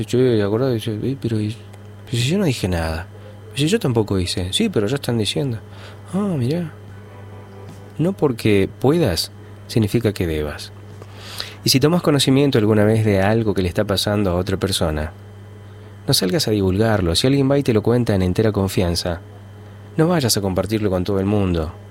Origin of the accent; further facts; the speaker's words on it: Argentina; Uno como argentino